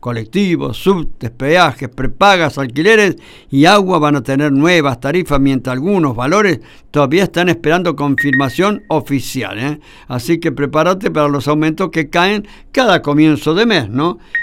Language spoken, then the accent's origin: Spanish; Remedios de Escalada, Buenos Aires Province, Argentina; No, Villa Diamante pertenece a Lanús, pero yo no me crié en Villa Diamante, me crié en Remedios de Escalada, a 4 cuadras de la cancha de Lanús, 6 cuadras